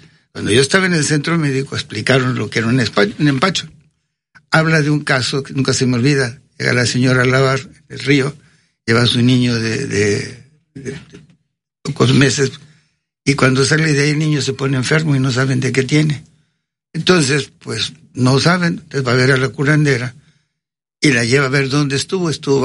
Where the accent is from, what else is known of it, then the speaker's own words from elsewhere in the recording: Veracruz, Mexico; born there; Yo nací aquí en Veracruz.